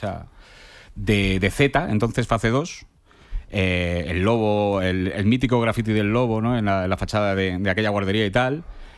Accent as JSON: {"language": "Spanish", "town": "Alcorcón", "region": "Community of Madrid", "country": "Spain", "tie": "born or raised there", "said": "O sea, yo me crié en Alcorcón y yo mamo la cultura hip hop desde que soy un chaval, ¿no?"}